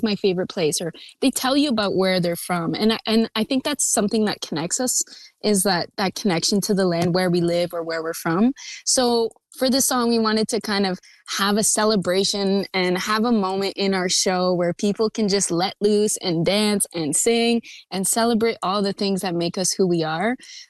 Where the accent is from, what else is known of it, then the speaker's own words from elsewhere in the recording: Manitoulin Island, Ontario, Canada; like my roots from Northern Ontario. And when I wrote this song, you know, I was definitely thinking of my hometown, my family, Manitoulin Island, you know, the beautiful landscape that we get to live on and my childhood.